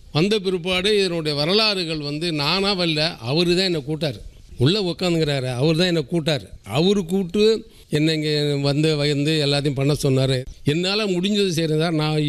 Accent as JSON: {"language": "Tamil", "region": "Tamil Nadu", "country": "India", "tie": "born or raised there", "said": "நான் இரும்பு கிராமத்தில் பிறந்து என்னுடைய பூர்வீகம் தான்."}